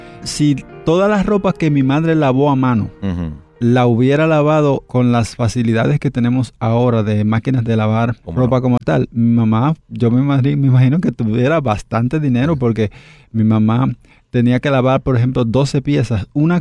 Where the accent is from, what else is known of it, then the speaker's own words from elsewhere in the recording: Dominican Republic; moved away; Yo soy originario de la República Dominicana.